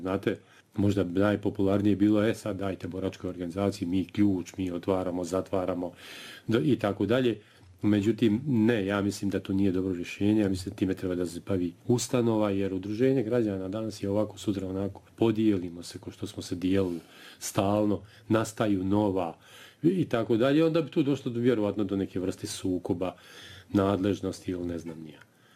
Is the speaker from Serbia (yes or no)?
no; Derventa, Republika Srpska, Bosnia & Herzegovina; born there; Ja sam rođen u Derventu, ali sam živio u Pojezdni. To je jedno naše selo tamo na području Rubno, selo prema stanarima, prema Doboju i tako dalje.